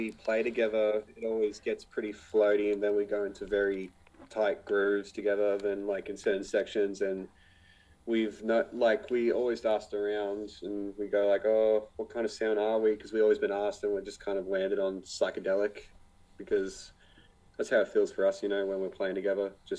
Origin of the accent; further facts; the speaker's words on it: Melbourne, Victoria, Australia; So we're originally from Melbourne.